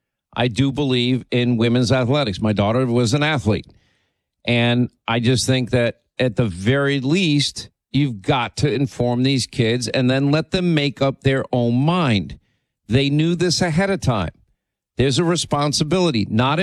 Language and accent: English; Philadelphia, Pennsylvania, United States; accent: New York; I grew up in Philly, but I talk like a New Yorker.